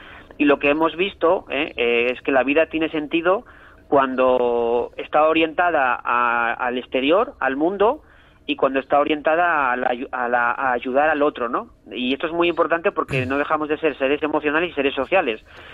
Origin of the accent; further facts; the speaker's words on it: Asturias, Spain; yo que soy de origen asturiano